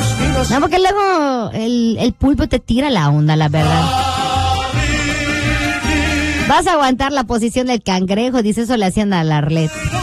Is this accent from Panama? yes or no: no; Mexico; así somos los mexicanos